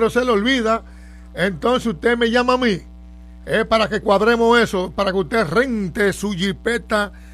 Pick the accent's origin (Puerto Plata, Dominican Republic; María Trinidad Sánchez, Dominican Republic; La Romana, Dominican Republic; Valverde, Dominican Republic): María Trinidad Sánchez, Dominican Republic; Nagua; Donde Moreno Parra, allá en Nagua, mi pueblo, entrando a Nagua de aquí para allá.